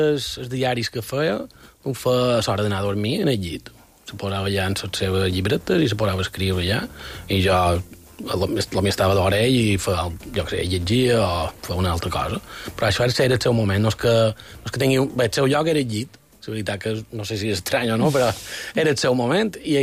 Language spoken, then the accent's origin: Catalan; Campanet, Balearic Islands, Spain; jo som de Campanet.